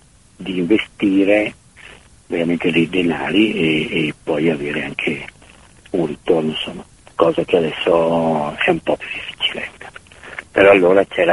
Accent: Venice, Veneto, Italy; now in Cortina d'Ampezzo, Italy; Noi proveniamo da Venezia

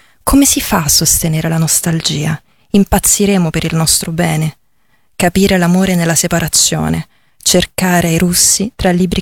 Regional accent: Rome, Lazio, Italy; sono romana, però c'è un riferimento che faccio all'interno di un testo che è delle origini lucane della mia famiglia

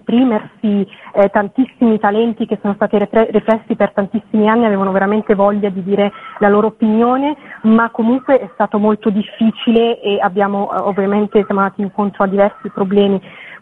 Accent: Egypt; moved away as an adult; also born or lived in Italy / Cairo / Sinai; now in Milan, Italy; io sono nata in Italia e poi mi sono trasferita in Egitto con i miei genitori, che avevo praticamente 6 anni, e ho vissuto lì per 15 anni, quindi sono cresciuta in Egitto.

